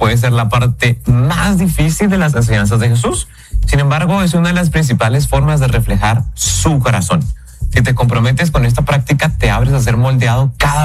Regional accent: Guatemala; como guatemaltecos cambiemos esa realidad

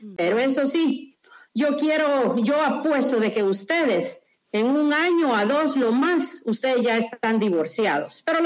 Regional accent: Guatemala; now in Providence, United States; Nosotros venimos de Guatemala, ambos, uh-huh. Y lo más curioso es de que vivíamos, que solo un río dividía las dos aldeas donde nosotros vivíamos, y nunca nos conocimos allá. Uh-huh. Y venimos a conocernos acá en Estados Unidos, en Providence, Rhode Island. Uh-huh. Ya tenemos yo tengo 40 años de vivir acá en Providence

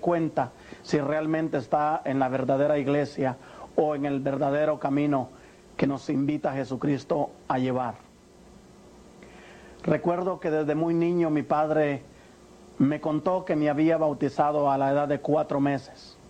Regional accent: Guatemala; born there; moved away as an adult; also born or lived in Vicenza, Italy / Seville, Spain; Nací en Guatemala, tengo 42 años de edad.

